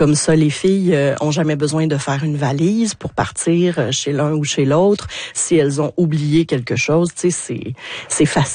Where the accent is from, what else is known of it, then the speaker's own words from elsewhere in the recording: Quebec, Canada; J'ai grandi au Saguenay, où on était à cause du boulot de mon père, qui était le chef du département de biochimie à l'hôpital de Chicoutimi.